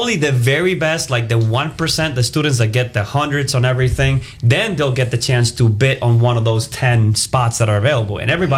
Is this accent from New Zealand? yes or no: no; Cuba; moved away; I was born and raised in Cuba.